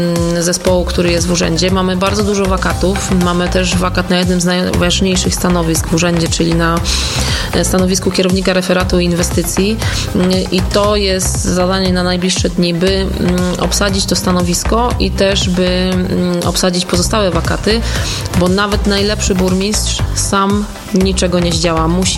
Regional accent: Wrocław, Lower Silesian Voivodeship, Poland; moved away as an adult; now in Sobótka, Poland; Ja się urodziłam we Wrocławiu. We Wrocławiu mieszkałam 26 lat.

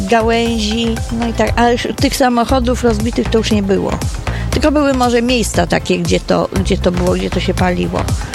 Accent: Radom, Masovian Voivodeship, Poland; No i tak, ale myśmy potem odczuwali to, że jesteśmy z Radomia, bo nas warchołami nazywali.

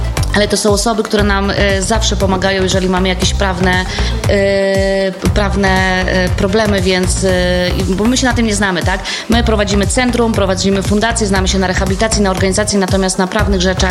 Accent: Kraśnik, Lublin Voivodeship, Poland; ja z Angeliką, jesteśmy z Kraśnika

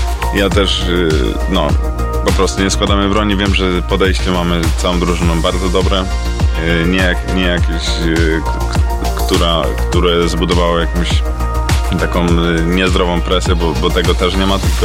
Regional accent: Tarnów, Lesser Poland, Poland; Janusz Kołodziej jest z Tarnowa, ja tak samo jestem z Tarnowa i od dziecka był tak samo moim idolem

